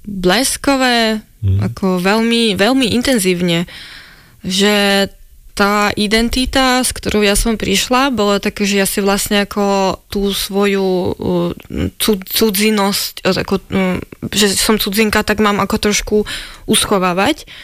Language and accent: Slovak; Ukraine; now in Slovakia; Áno, posilnil, že som sa začala ako veľmi intenzívne sa tak prezentovať, že som Ukrajinka, že taká vlastne, že sa spájam vlastne svojou krajinou